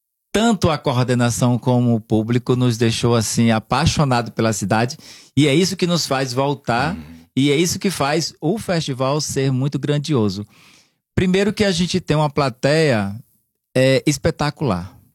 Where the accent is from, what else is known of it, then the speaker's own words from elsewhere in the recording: Northeast Region, Brazil; A cidade um pouco fria para nós nordestinos, mas é muito acolhedora